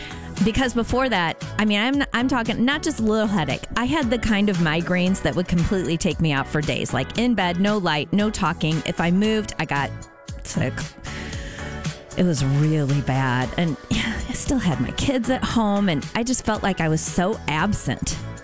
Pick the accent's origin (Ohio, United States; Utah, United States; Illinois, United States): Illinois, United States; Metamora; Okay, so I'm thinking about my hometown, Metamora, Redbirds, and yes, it's a fantastic field